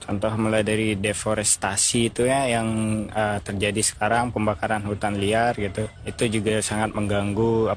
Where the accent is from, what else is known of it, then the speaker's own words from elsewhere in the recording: Lembar, West Nusa Tenggara, Indonesia; Saya dari Lembar.